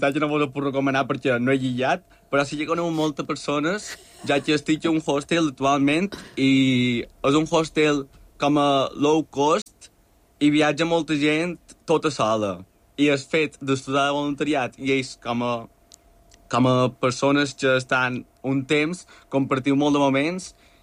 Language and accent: Catalan; Balearic Islands, Spain; com a bon mallorquí que no li agrada el fred